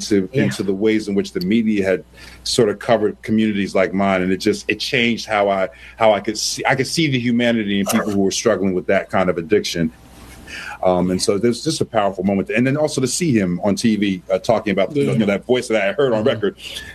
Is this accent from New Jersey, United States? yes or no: yes; Newark, New Jersey, United States; I grew up in Newark, New Jersey